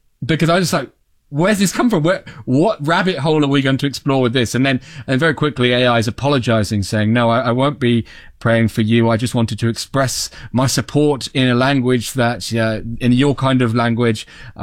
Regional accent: United Kingdom; because I'm British

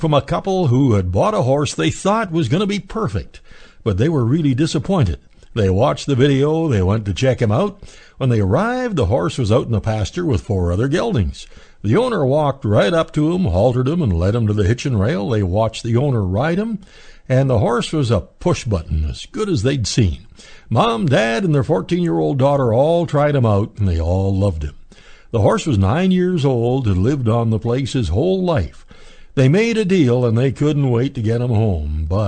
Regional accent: Alberta, Canada; born there; not far from my Uncle Art's farm, where I spent a lot of my growing-up days.

